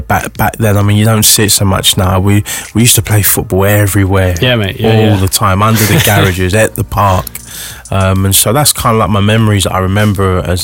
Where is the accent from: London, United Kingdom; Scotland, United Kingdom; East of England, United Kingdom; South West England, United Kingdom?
London, United Kingdom; So I grew up in the east end of London. I was from a family of five. Went to church as a kid.